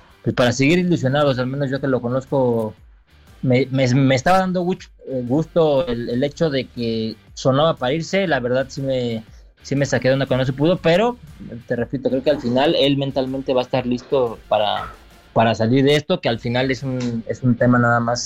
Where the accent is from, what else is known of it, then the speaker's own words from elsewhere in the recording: Mexico; soy mexicano, obviamente